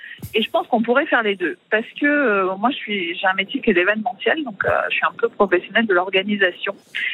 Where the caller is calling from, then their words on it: Boulogne-Billancourt, Île-de-France, France; je suis Boulogne-Billancourt, mais là, j'arrive de Normandie.